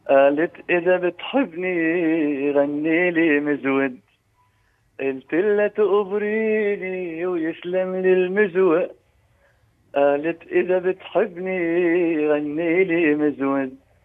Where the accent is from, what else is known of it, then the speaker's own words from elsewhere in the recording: Deir ez-Zor, Deir ez-Zor Governorate, Syria; moved away; أنا سوري طبعا وأفتخر بذلك، لكن كمان نغني عراقي. أنا أصلي من دير الزور، من دير الزور إحنا نغني اللون العراقي مليح،